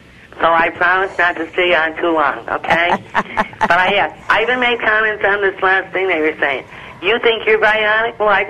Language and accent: English; Woodstock, Pennsylvania, United States; Well, I'm from Woodstock, Pennsylvania, sister, near the Pocono Mountains.